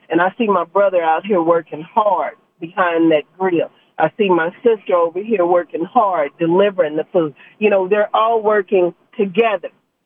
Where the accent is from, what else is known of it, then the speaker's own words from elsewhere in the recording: Kansas City, Missouri, United States; Kansas City surrounds my hometown.